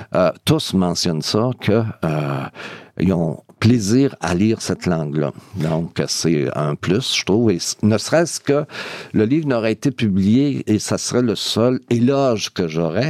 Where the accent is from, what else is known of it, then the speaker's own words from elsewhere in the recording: Quebec, Canada; on est français, tu sais, d'origine, mais c'est sûr que notre langue ici a pris une coloration, une teinte, un accent que tu retrouves nulle part ailleurs.